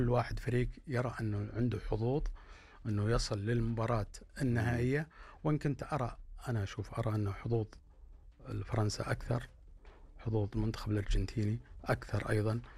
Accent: Saudi Arabia; أنا بالنسبة لي كسعودي

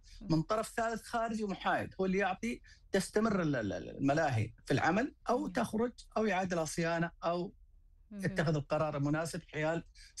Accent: Saudi Arabia; عندنا في السعودية

